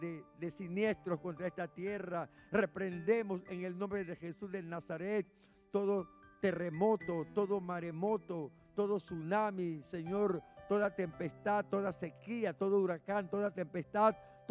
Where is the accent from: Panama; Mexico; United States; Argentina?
Panama; nosotros como panameños